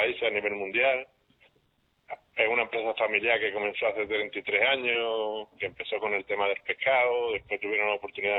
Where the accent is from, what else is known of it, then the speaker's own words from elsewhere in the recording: Barbate, Andalusia, Spain; Y la verdad que en mi pueblo ha sido un éxito este año la feria.